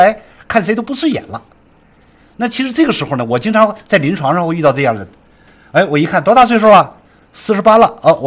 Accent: Xinjiang, China; 特别是我们新疆人呢，吃有的吃奶酪

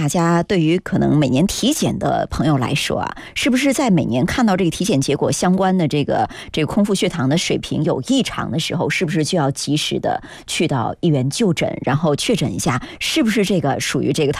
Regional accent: Guangdong, China; 我们广东人其实爱喝糖水啊，吃早茶

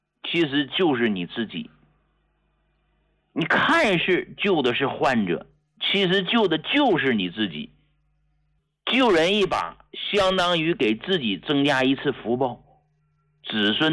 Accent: Hegang, Heilongjiang, China; moved away as an adult; also born or lived in Harbin; now in Beijing, China; 我是从农村来的啊，黑龙江鹤岗市一个农村走出来的这么个人。

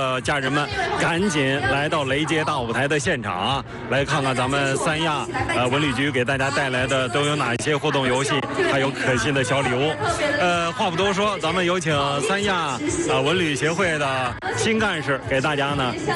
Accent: Hefei, Anhui, China; 我呢虽然作为合肥人啊

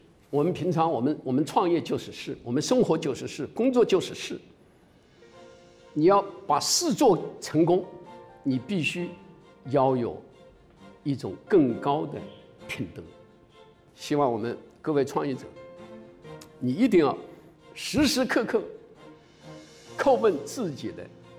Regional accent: Hunan, China; 因为我是湖南人，而且我们在湖南建立了湖南金蝶信创软件基地

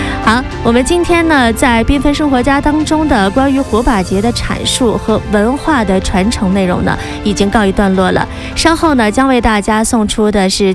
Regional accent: China; 我们中国人

